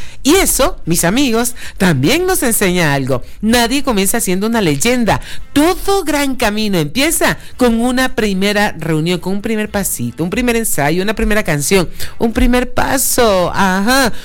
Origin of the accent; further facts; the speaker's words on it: Panama; Un beso grande a mi tierra, por supuesto, puente del mundo, corazón del universo, la cinturita de las Américas, que es tan hermosa.